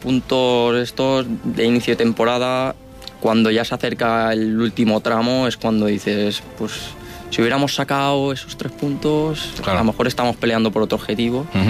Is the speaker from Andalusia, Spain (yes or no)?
no; Valencian Community, Spain; como soy de Villar, pues me pilla cerquita